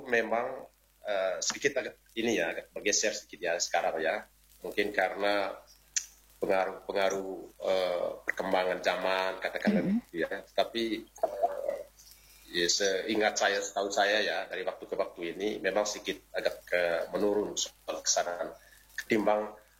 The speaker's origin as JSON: {"language": "Indonesian", "area": "Manggarai", "region": "East Nusa Tenggara", "country": "Indonesia", "said": "Kalau konteks belis untuk kita orang Manggarai"}